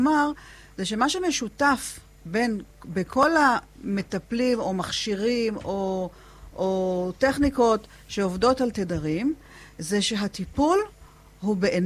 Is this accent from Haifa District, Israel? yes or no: no; Eilat, Southern District, Israel; ההורים שלי הגיעו לפה ב-1960, אני נולדתי ב-1965, סבתא שלי, זיכרונה לברכה … הייתה גננת פה, עוזרת לגננת